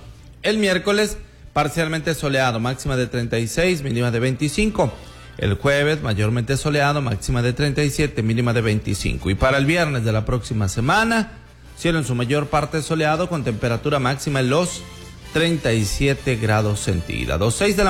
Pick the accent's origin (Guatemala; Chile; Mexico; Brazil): Mexico; nuestro derecho como ciudadanos mexicanos libres